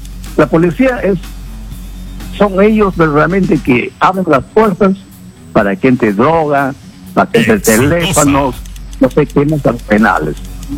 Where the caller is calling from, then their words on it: Pichanaki, Junín, Peru; Estoy llamando desde Chanchamayo.